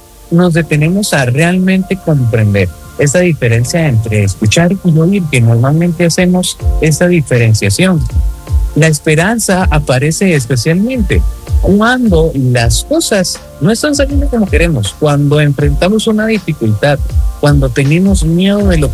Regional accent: Costa Rica; para nosotros como costarricenses

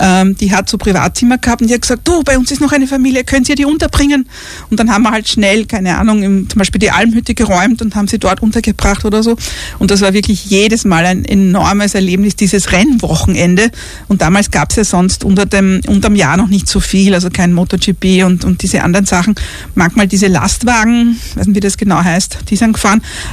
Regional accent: Murtal district, Styria, Austria; ich bin ja doch um einiges älter und eben, ich habe das noch erlebt. Ich komme aus dem Bezirk Nittelfeld, wo ja auch Spielberg liegt

